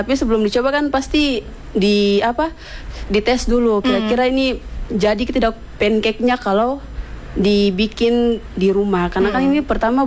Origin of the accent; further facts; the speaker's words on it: Fakfak, West Papua, Indonesia; Lahirnya di Fak-Fak.